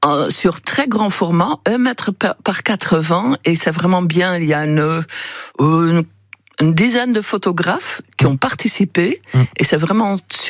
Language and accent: French; Netherlands; French is a second language; now in Le Petit-Pressigny, France; Je suis néerlandaise